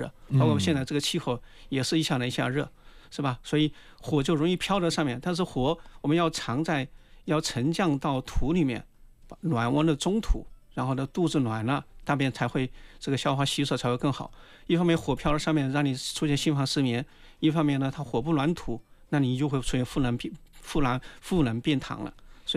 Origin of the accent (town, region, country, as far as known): China